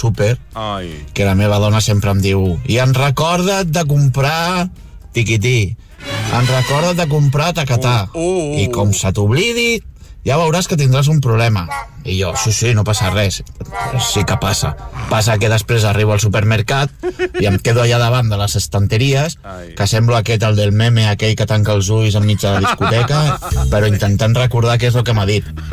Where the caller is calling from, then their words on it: Badalona, Catalonia, Spain; de Badalona.